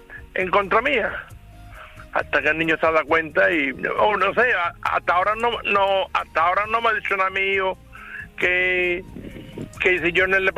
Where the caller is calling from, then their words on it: Andalusia, Spain; Yo venía de mi pueblo a Coria del Río.